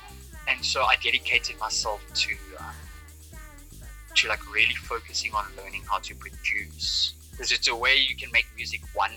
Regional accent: Zimbabwe; I grew up in Zimbabwe.

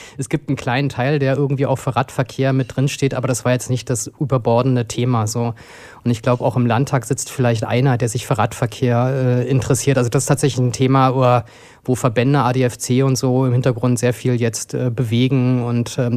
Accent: Berlin, Germany; now in Weimar, Germany; Und als ich 2000 nach Weimar gekommen bin, habe ich mir sofort ein Fahrrad gekauft. In Berlin, wo ich herkomme, wollte ich nicht Rad fahren.

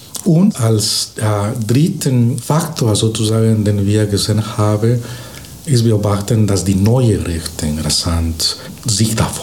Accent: Bolivia; Und aber früher habe ich auch in Bolivien, wo ich herkomme, habe ich in Bolivien Politikwissenschaft auch in meinem Bachelor studiert

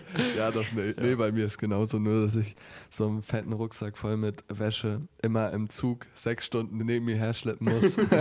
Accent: Detmold, North Rhine-Westphalia, Germany; moved away as an adult; now in Saalfeld, Germany; Ich bin aus Detmold. Das ist in der Nähe von Bielefeld.

